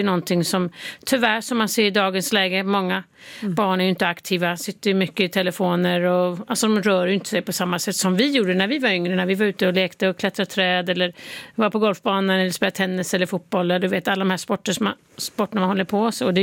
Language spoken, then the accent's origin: Swedish; Sweden; now in United States; Ja, jag är fortfarande svensk medborgare. Det måste jag tala om. Barnen är ju svensk medborgare också, så försöker hålla den kontakten.